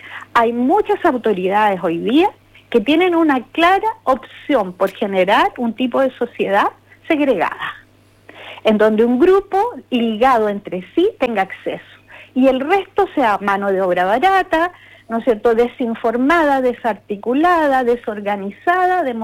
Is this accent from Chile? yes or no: yes; Chile